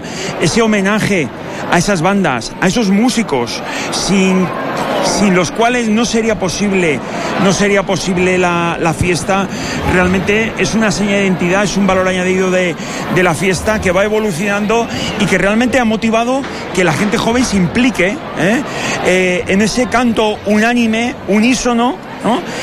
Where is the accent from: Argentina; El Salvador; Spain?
Spain; Alicante, Valencian Community; son fiestas de todos nosotros, como alicantinos, como valencianos, pero especialmente como mediterráneos.